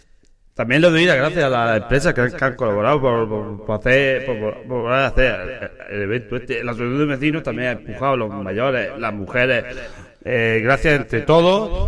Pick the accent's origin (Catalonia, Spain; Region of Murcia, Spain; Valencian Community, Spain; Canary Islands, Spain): Region of Murcia, Spain; Puria; born there; porque yo no nací aquí, yo nací en Puria.